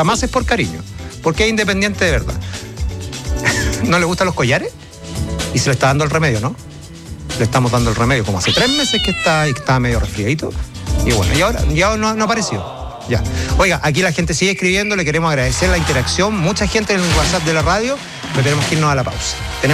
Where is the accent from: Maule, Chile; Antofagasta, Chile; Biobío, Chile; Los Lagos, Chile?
Biobío, Chile; Cañete; longanizas, las de mi tierra, de Cañete, las pichihuillinco, ahumadas más encima